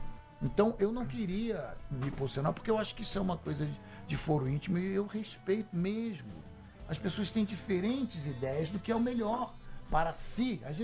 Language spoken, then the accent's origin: Portuguese; Rio de Janeiro, Brazil; Eu sou carioca, eu sou carioca.